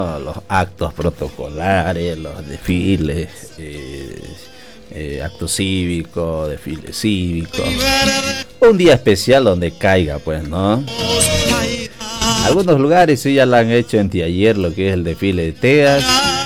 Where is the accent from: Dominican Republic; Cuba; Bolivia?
Bolivia; yo soy bien crítico en muchas cosas, y la verdad que sí, como todo boliviano